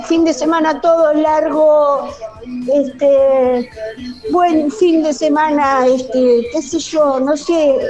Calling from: Argentina; somos argentinos

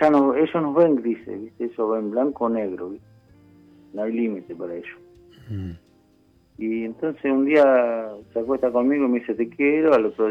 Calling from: Morón, Buenos Aires Province, Argentina; De Pontevedra. Vivo en Morón, pero trabajo en Pontevedra. Trabajo hace más de 3 años acá.

